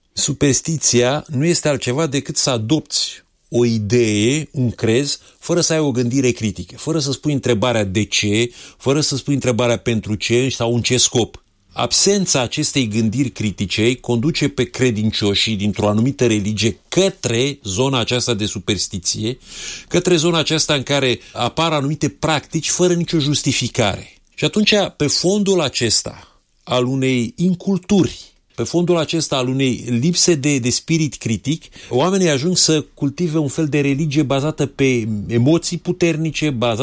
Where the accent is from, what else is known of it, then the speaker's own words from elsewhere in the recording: Romania; noi ca români